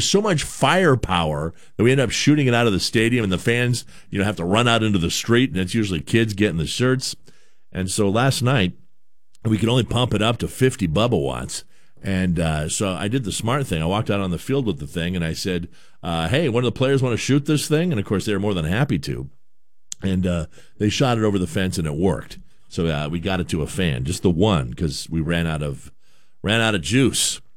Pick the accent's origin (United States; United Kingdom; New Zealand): United States; Bellingham, Washington; moved away; I've only been back in town 4 years. I grew up here. I grew up in the Baby M's era, back when Ken Griffey Jr. played his single A ball here and all that.